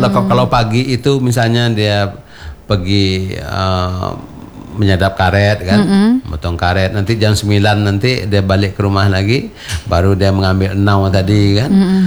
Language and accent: Indonesian; Batu Rijal, Riau, Indonesia; di kampung saya di Batu Rijal